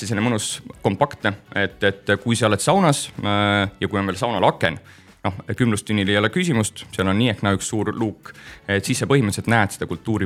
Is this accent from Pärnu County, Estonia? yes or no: no; Valga, Valga County, Estonia; me oleme sealt kõik pärit ja teine asja on see, et miks mitte. Valga on mõnus väike linn